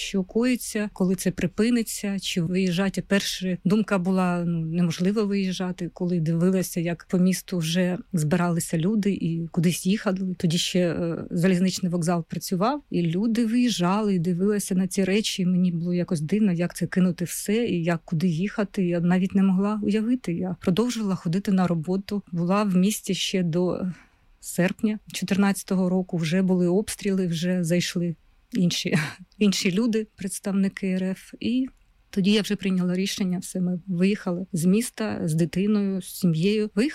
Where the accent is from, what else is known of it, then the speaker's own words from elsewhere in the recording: Kurakhove, Donetsk Oblast, Ukraine; moved away as an adult; Я народилась в невеличкому містечку Курахове. Там же поруч закінчила школу, але навчалася вже у місті Донецьк, яке було поруч з нами.